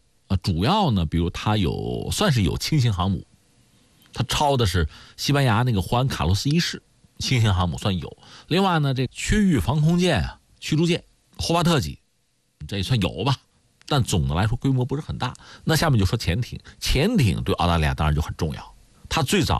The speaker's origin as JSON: {"language": "Chinese", "country": "China"}